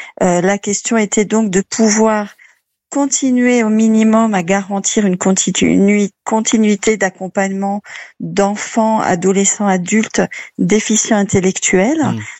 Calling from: Hauts-de-France, France; moi je suis dans le Douaisis

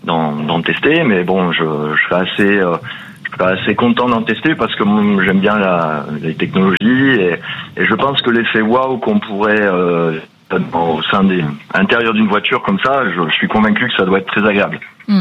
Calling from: Toulouse, Occitanie, France; Je vous appelle de Toulouse.

